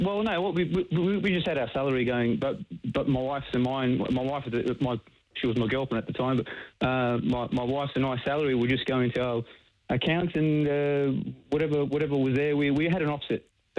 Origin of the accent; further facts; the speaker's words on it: Port Melbourne, Victoria, Australia; I grew up in the 80s in Port Melbourne, so the inner suburbs were very working class when I grew up in Port Melbourne